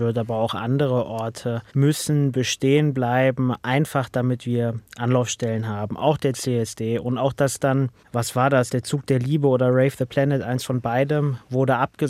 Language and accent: German; Berlin, Germany; Und das sage ich als Berliner in Hamburg.